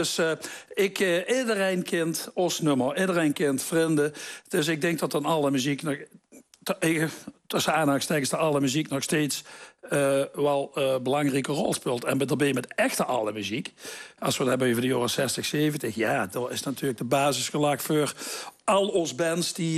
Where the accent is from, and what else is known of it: Venlo, Limburg, Netherlands; accent: Venloos dialect